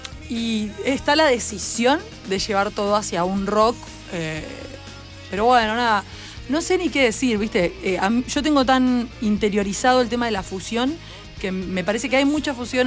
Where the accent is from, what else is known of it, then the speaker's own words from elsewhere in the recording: Argentina; Yo soy bastante argentina para componer, para escribir las palabras, las expresiones.